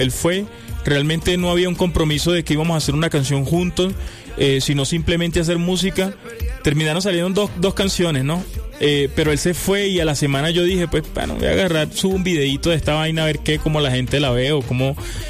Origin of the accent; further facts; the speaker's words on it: Venezuela; Yo soy venezolano.